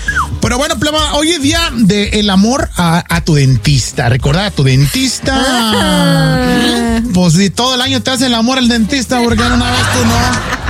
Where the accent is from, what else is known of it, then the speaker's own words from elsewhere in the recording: Guasave, Sinaloa, Mexico; now in United States; El primer pollo loco en el mundo es ahí de mi tierra, ahí en Guasave, Sinaloa.